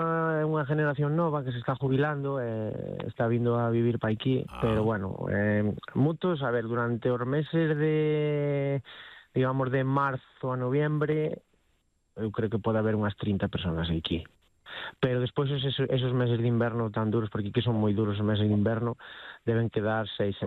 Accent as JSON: {"language": "Galician", "town": "Ourense", "region": "Galicia", "country": "Spain", "tie": "born there", "lives_now": "Madrid, Spain", "said": "Eu nací en Ourense, críeme durante moitos días do ano aquí, pero no, a miña residencia teño en Madrid."}